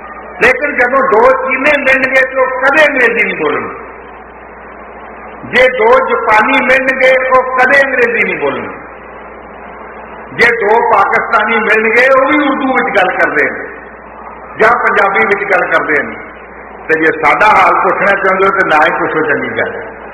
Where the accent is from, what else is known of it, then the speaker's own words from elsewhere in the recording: Punjab, India; ਅਸੀਂ ਪੰਜਾਬ ਦੇ ਜੰਮ ਪਾਲਾ, ਸਾਡੀ ਬੋਲੀ ਪੰਜਾਬੀ